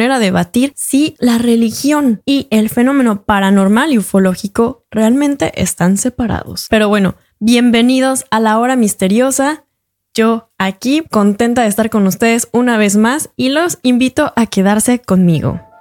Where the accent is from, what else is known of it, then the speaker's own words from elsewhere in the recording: Mexico; moved away; para quienes no me conocen, soy periodista, vengo de México.